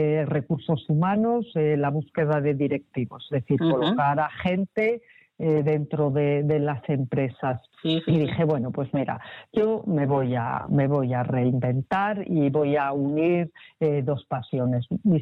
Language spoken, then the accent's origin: Spanish; Zamora, Castile and León, Spain; born there; also born or lived in Bahamas; Yo siempre digo que soy gallega de corazón, zamorana de nacimiento, que he vivido en sitios pues tan exóticos como las Bahamas y hoy día pues vivo con un pie en Galicia y el otro en Madrid.